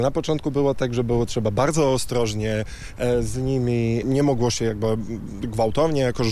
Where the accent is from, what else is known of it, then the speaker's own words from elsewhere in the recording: Slovakia; Polish is a second language; moved away as an adult; now in Poland; Ja jestem ze Słowacji, więc mogę porównać. My mieliśmy, u nas, żyłem w Polsce już jakiś czas, ale byłem jeszcze na Słowacji